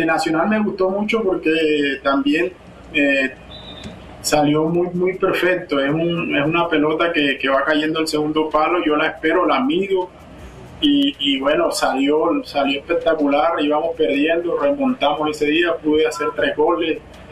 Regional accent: Colombia; seguir dejando el nombre de Colombia, de mi familia y de mi pueblo en alto.

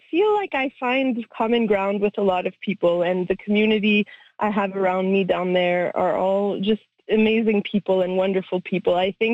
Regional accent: Manitoba, Canada; specifically Manitoba, being from the Red River, you know, my perspective of Canadian history is very from a Métis and Francophone lens

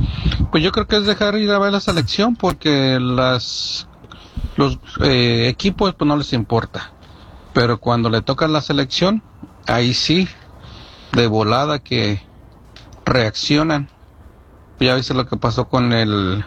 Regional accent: Mexico; Aunque como hispanos o mexicanos, pues, referencia a la MX, pues no somos muy unidos.

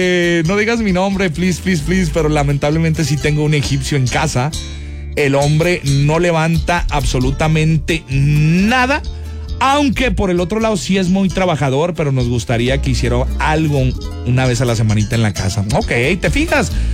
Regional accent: Mexico; Bueno, uno como mexicano. El promedio es de 16 horas semanales.

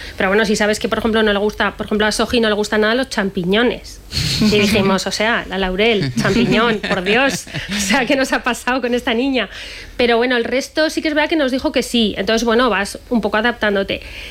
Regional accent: Aragon, Spain; moved away as an adult; now in Logroño, Spain; nosotros vivimos desde hace 18 años aquí, en Logroño, pero somos maños.

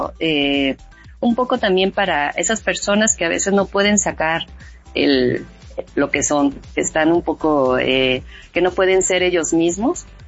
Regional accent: Tokyo, Japan; Spanish is a second language; Básicamente es porque nosotros crecimos, somos de Tokio y Tokio es una ciudad que contiene varias culturas, está dividido en varios barrios.

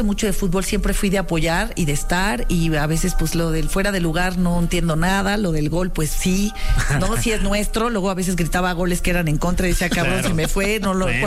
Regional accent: Mexico; Y soy mexicana, cabrón.

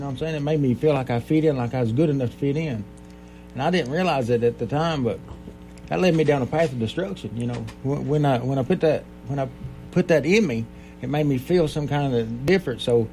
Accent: Floyd County, Kentucky, United States; Well, I grew up in Floyd County in Kentucky. I grew up in a place called Arkansas Creek. You know, my life was just an average life as a child, I guess. I grew up in where we lived up in a holler.

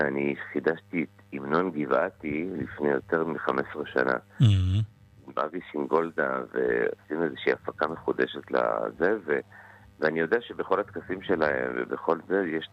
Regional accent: Hosen, Northern District, Israel; הבית שגדלתי בו במושב בגליל

